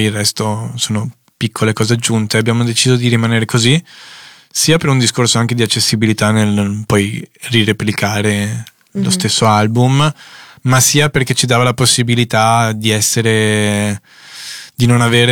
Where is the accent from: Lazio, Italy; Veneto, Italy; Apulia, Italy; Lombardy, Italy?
Veneto, Italy; Venice; Beh, sono veneziano, guido coi piedi, quindi.